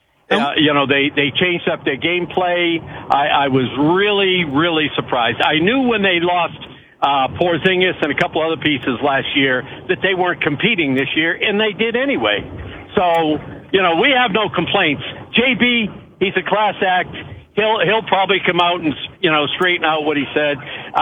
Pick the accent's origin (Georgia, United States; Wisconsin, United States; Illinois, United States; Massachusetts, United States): Massachusetts, United States; Boston; No, guys, I did have to come in and call in because a lot of guys don't know I'm from Boston.